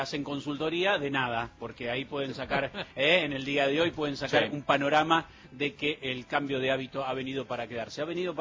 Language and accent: Spanish; Argentina; porque pero no somos bravos los argentinos.